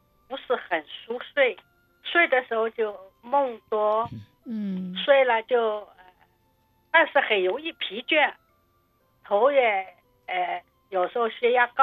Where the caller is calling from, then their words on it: Vancouver, British Columbia, Canada; 我是温哥华的